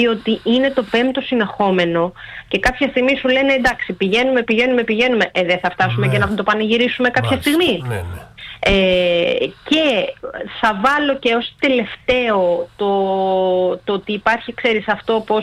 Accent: Greece; Θα το πανηγυρίσουμε ως Έλληνες.

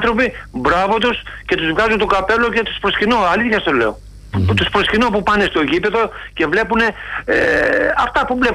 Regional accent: Elassona, Thessaly, Greece; Εγώ είμαι από Ελασσόνα, πιο πάνω από την Λάρισα.

